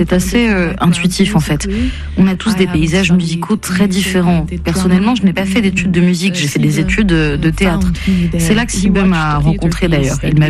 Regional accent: Mozambique; moved away; ils ont fini par décider de partir en Belgique. Mais donc voilà, c'est parce que j'ai grandi au Mozambique que je parle portugais.

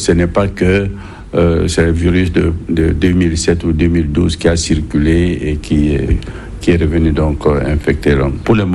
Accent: DR Congo; Et comme chez nous, en RDC, on consomme beaucoup aussi des chauves-souris

